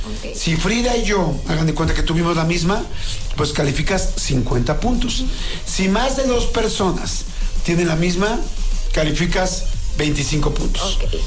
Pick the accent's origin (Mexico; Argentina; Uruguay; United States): Mexico; Ay, somos tan mexicanos, qué bonito.